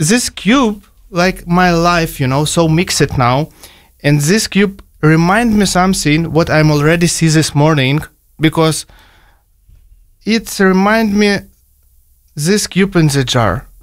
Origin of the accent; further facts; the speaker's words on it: Ukraine; English is a second language; So, yeah, I'm from Ukraine, you know, like, and I was as a kid always loved in the puzzles, you know, like I'm so wonder like how everything work around